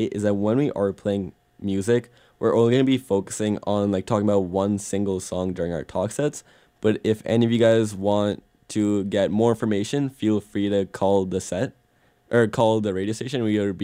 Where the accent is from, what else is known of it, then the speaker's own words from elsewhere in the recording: Kerala, India; I'm from Kerala. My family is Malayali